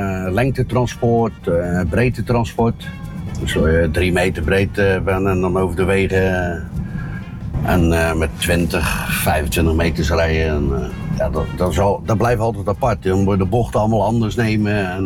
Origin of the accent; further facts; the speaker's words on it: Dordrecht, South Holland, Netherlands; 55 jaar. Geboren en getogen in Dordrecht.